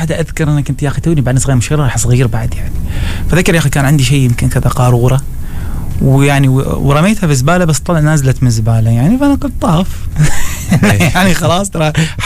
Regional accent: Oman; also born or lived in Japan; كعمانيين إحنا واجد يهمنا، فأنا قررت إني أرجع عمان

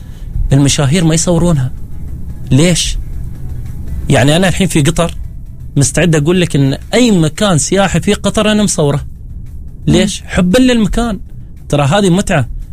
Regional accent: Oman; لأن حتى أنا كعماني وتابع أصحابي المشاهير ما أشوف في تغطية كبيرة للسياحة إلا لظفار،

